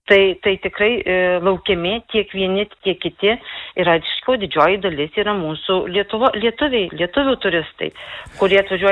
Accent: Lazdijai, Alytus County, Lithuania; mes lazdijiečiai kalbam, kad galima panerti Lietuvoj, o jau išnerti Lenkijoj.

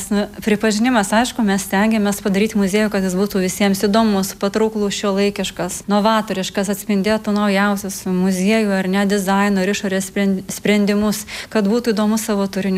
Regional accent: Samogitia, Lithuania; aš pati kilusi iš Žemaitijos.

